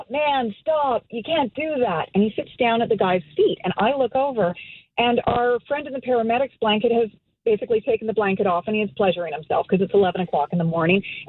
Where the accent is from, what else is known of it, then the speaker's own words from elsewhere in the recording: Toronto, Ontario, Canada; I grew up in Toronto. I was born here, bred here, love this city, love it with a deep, deep, unbridled passion. And when I was 14 years old, I would get on the TTC with my friends. I would come from Etobicoke.